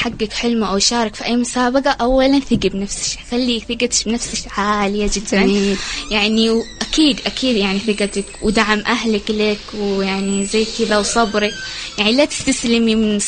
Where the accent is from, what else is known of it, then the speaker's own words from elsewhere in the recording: Yemen; احنا الفريق الوحيد من اليمن